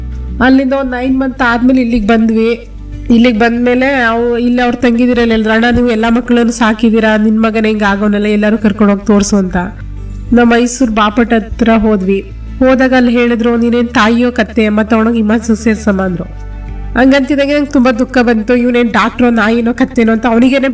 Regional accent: Karnataka, India; moved away as an adult; now in Kenchanahalli, H.D. Kote taluk, India; ನನ್ನ ಸ್ವಂತ ಅವರು ಪ್ರಿಯಾಪಟ್ಟಣ ತಾಲೂಕು ಬೂತ್ನಳ್ಳಿ ಅಂತೇಳಿ. ನಾನು ಮದುವೆ ಆಗಿರೋದು ಹೆಚ್ ಡಿ ಕೋಟೆ ತಾಲೂಕು ಕೇಡ್ದೊರೆಗೆ. ಮದುವೆ ಆಗಿದ್ದು 2010

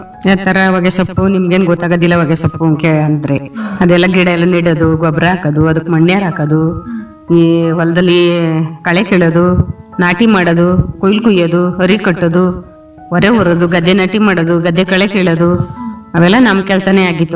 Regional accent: Karnataka, India; ತಟಕೆರೆಯಿಂದ ಬಂದೀವಿ.

